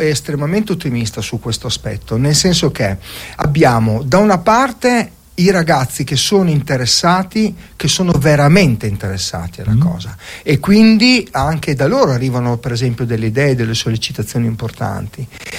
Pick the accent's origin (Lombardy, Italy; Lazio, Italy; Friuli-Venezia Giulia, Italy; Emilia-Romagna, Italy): Friuli-Venezia Giulia, Italy; Trieste